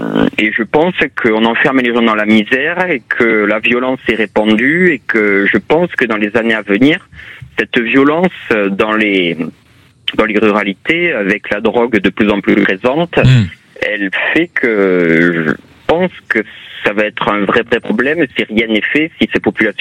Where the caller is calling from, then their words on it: Occitanie, France; je suis toulousain, mais je viens plutôt d'une zone rurale